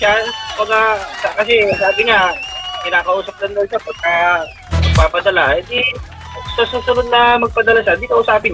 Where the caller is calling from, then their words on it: Cabuyao, Calabarzon, Philippines; taga Kabuyao, Laguna.